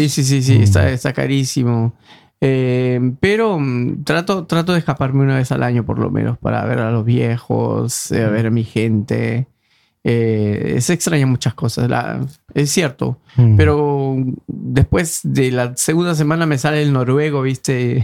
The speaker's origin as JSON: {"language": "Spanish", "town": "Trujillo", "region": "La Libertad", "country": "Peru", "moved": "yes", "lives_now": "Norway", "said": "Yo soy norteño, soy de la ciudad de Trujillo."}